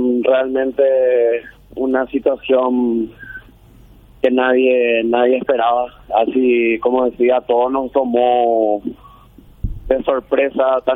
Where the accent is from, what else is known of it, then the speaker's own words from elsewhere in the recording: Asunción, Paraguay; Yo soy de Asunción.